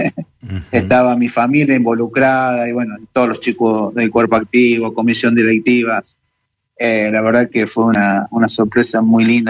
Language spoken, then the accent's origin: Spanish; Mendoza, Argentina; born there; now in Coronel Moldes, Argentina; Yo soy nacido en Mendoza y en el año 81 vine a vivir a Coronel Moldes.